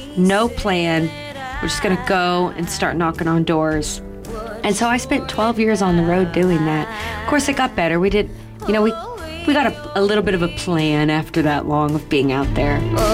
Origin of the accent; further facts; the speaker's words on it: Wichita, Kansas, United States; moved away as an adult; I'm originally from Wichita, and I moved away as young as I could. I had that Hollywood twinkle in my eye. I left, you know, at the age of 18